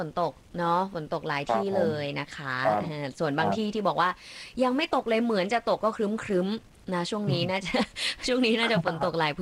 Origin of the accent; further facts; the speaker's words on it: Chiang Mai, Thailand; เชียงใหม่ค่ะ